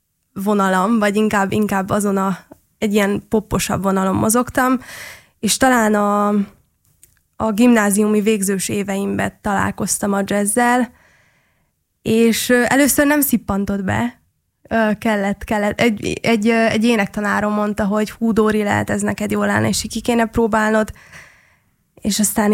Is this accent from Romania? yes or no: yes; Transylvania, Romania; moved away as an adult; now in Budapest, Hungary; erdélyi születésű vagyok, és otthon ennek óriási hagyománya